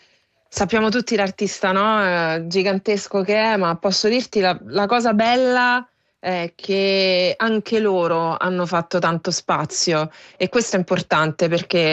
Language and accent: Italian; Rome, Lazio, Italy; also born or lived in Canada; io vengo da Roma